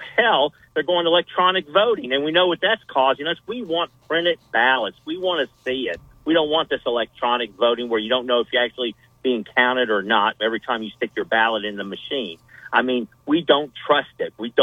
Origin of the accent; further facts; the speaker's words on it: Georgia, United States; my state, my home state of Georgia.